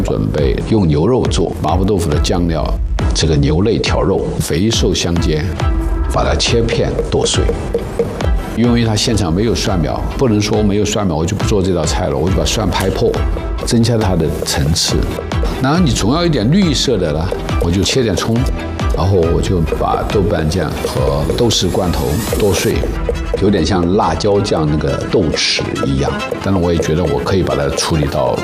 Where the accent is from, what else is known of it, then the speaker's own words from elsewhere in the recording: Chengdu, Sichuan, China; 我们成都人叫宽头板脑的